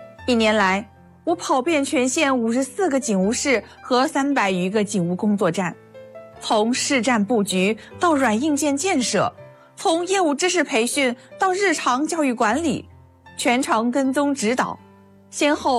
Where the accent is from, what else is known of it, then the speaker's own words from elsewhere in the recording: Shangcheng, Henan, China; 我的家乡商城县自然风光旖旎，人文历史荟萃，物产资源丰富，连续6年上榜全国最美丽县域榜单。